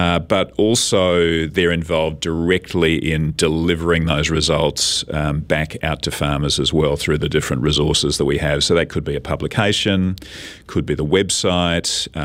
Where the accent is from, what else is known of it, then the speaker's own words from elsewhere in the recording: Australia; moved away as an adult; now in New Zealand; I'm actually Australian. I've been here for, it'll be 25 years in December.